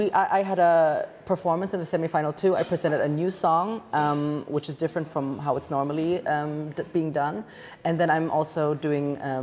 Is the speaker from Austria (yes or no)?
yes; Vienna, Austria; born or raised there